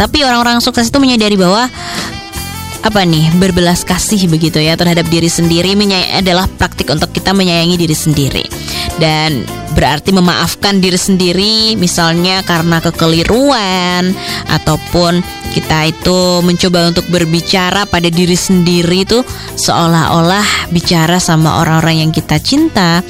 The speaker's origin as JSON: {"language": "Indonesian", "region": "Java", "country": "Indonesia", "said": "kadang kita kalau sebagai orang Jawa itu ada namanya pekewoh gitu ya."}